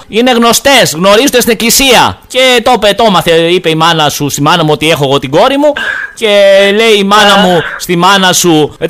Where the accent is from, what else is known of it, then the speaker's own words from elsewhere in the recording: Crete, Greece; Τι κάνετε … από την Κρήτη.